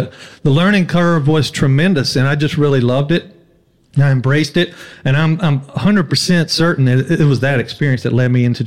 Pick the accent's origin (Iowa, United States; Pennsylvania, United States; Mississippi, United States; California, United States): Mississippi, United States; accent: drawl; moved away; also born or lived in France